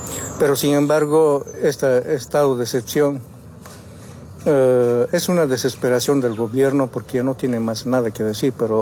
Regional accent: Bolivia; nosotros como pueblo boliviano

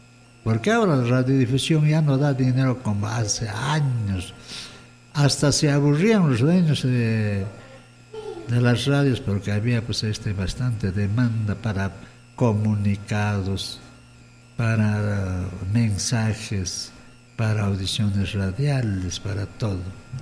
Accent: Cusco, Peru; Al distrito de Rondocan, en mi provincia de Acomayo, a través de Radio Municipal

